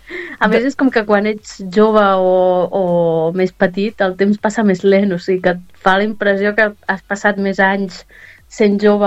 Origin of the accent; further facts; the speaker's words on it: Castellar del Vallès, Catalonia, Spain; born there; moved away as an adult; also born or lived in Barcelona / Copenhagen / Taipei; now in Sabadell, Spain; Sí, però soc més de Castellà que de Sabadell una mica.